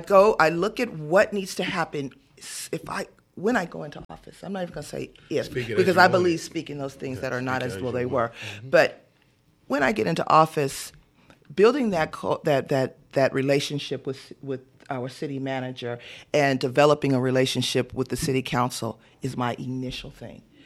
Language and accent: English; West Covina, California, United States; also born or lived in Baldwin Park / La Puente; But the bulk of my childhood was in West Covina. And then I moved from West Covina to La Puente. and I graduated from La Puente High School.